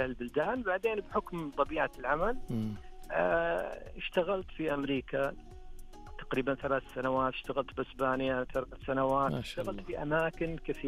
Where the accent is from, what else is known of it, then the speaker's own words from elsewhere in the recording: Saudi Arabia; احنا هنيالنا بالسعودية، هنيالنا بالخليج